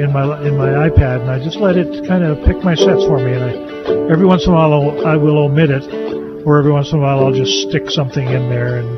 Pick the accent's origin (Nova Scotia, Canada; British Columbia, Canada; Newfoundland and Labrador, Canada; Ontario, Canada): Newfoundland and Labrador, Canada; St. John's; But my favorite is his tribute to his hometown of St. John's, Newfoundland, and partly because I love the song and I think it's a beautiful waltz, and partly because it's also my hometown.